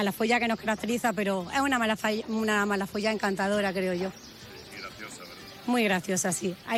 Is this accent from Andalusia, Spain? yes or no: yes; Granada, Andalusia, Spain; also born or lived in a village in Jaén province; yo soy de un pueblo de Jaén, pero como me he criado aquí, pues soy granadina.